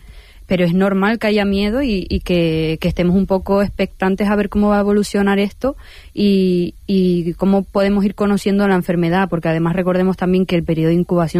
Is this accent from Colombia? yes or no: no; Canary Islands, Spain